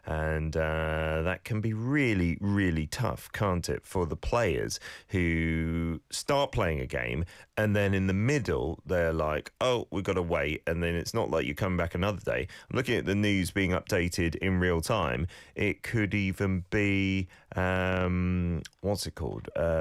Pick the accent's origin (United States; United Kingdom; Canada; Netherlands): United Kingdom; London; now in Seoul, South Korea; There's a reason I chose to live in Korea. I'm half Korean, but I grew up in London